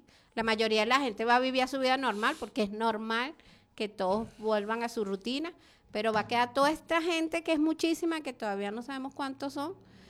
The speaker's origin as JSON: {"language": "Spanish", "country": "Venezuela", "said": "Recuérdense quiénes somos, cómo somos los venezolanos, los de aquí, los de allá, los de todos lados."}